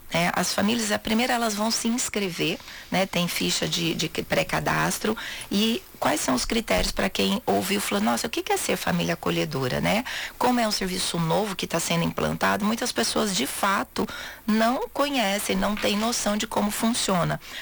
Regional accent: Minas Gerais, Brazil; moved away as an adult; now in Sorriso, Brazil; não sou daqui, eu sou mineira, né? Mas já estou há 16 anos aqui em Sorriso.

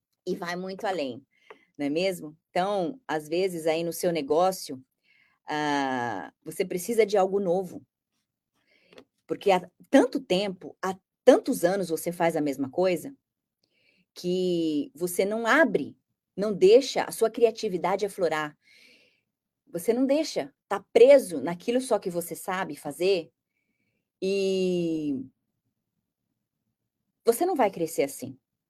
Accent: Brazil; moved away; Eu sou brasileira, tenho uma outra cultura

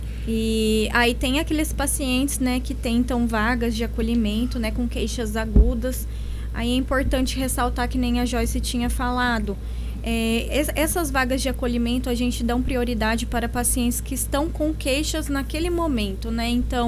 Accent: Monte Alto, São Paulo, Brazil; Sou de Monte Alto, minha família é daqui.

